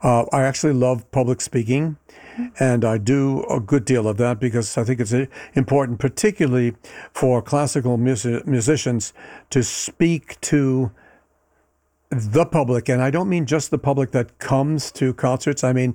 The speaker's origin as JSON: {"language": "English", "town": "New York City", "region": "New York", "country": "United States", "tie": "born or raised there", "said": "I grew up in New York City, took the New York City subways as a kid."}